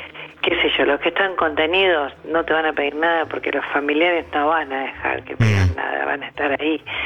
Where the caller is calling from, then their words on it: Adrogué, Buenos Aires Province, Argentina; yo vivo en Adrogué